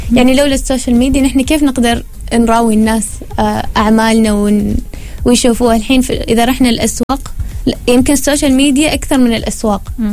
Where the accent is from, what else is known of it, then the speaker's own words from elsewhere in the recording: Oman; نحن عندنا في مسقط